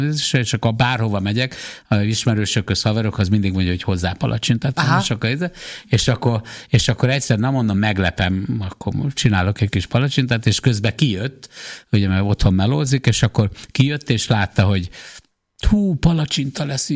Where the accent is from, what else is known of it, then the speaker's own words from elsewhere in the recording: Paks, Tolna, Hungary; amikor fiatal voltam, akkor ott Pakson